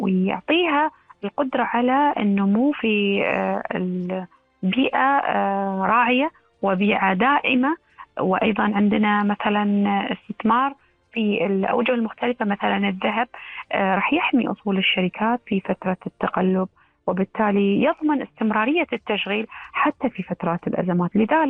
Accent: Kuwait; احنا ككويتيين

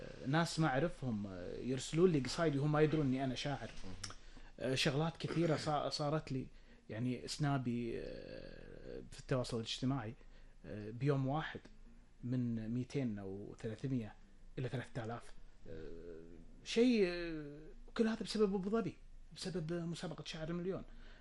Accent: Jahra, Jahra Governorate, Kuwait; أنا لما أتكلم عن الجهرة أتكلم عن أتكلم عن مسقط رأسي، أتكلم عن حياتي، عن طفولتي، عن شوارعها

